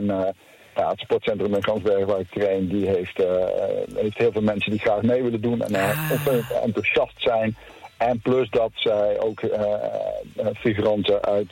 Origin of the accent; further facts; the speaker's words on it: Groesbeek, Gelderland, Netherlands; also born or lived in Zwolle / Hardenberg; now in near Gramsbergen, Netherlands; ik ben eigenlijk opgegroeid in Groesbeek bij Nijmegen. Daar liggen mijn roots eigenlijk.